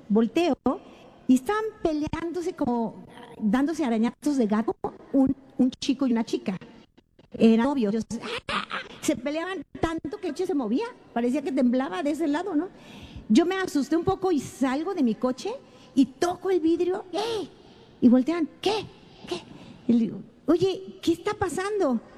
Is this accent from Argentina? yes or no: no; Mexico; Así se usa en mi país.